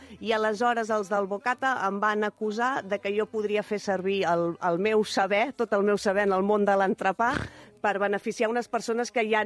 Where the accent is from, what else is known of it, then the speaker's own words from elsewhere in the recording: Mataró, Catalonia, Spain; Jo soc de Rocafonda, també, com el Lamin Yamal